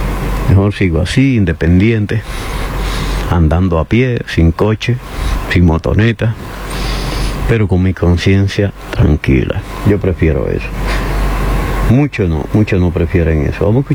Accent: Dominican Republic; now in Madrid, Spain; soy dominicano y no estoy en ese lío.

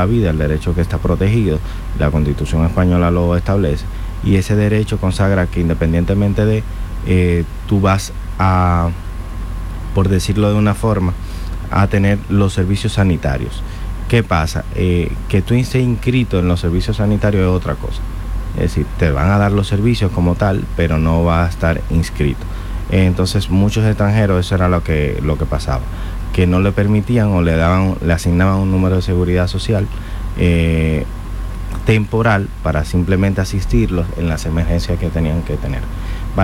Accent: Dominican Republic; now in Spain; esa conexión con la madre patria, como decimos los dominicanos

